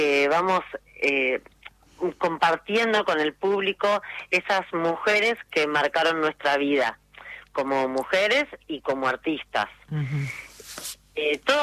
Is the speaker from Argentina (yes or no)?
yes; Argentina; somos mujeres, somos argentinas